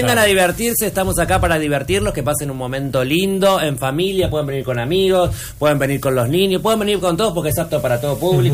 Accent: Buenos Aires, Argentina; nosotros somos de Buenos Aires, somos como más avasallante

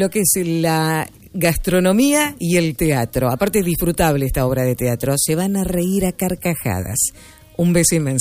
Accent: Uruguay; Somos solidarios los uruguayos.

